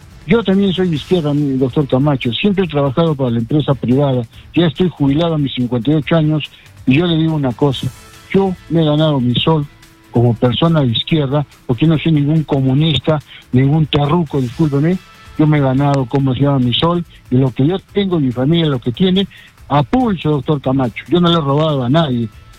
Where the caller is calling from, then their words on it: Arequipa, Peru; como arequipeño que soy